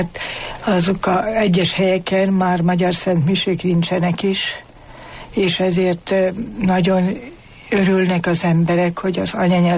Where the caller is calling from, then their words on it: Kalász, Nitra Region, Slovakia; Mert én Nyitra mellől származok, mégpedig Kalász községből